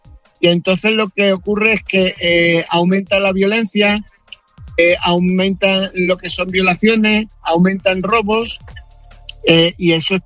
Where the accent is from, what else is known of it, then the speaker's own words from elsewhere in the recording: Spain; yo soy español